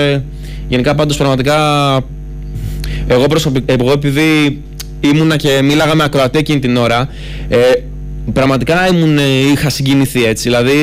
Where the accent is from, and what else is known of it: Greece